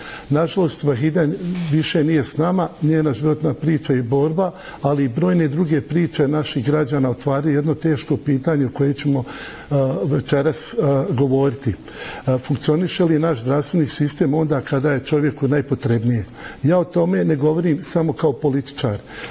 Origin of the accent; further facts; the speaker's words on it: Sanski Most, Federation of Bosnia and Herzegovina, Bosnia & Herzegovina; dolazim iz Sanskog mosta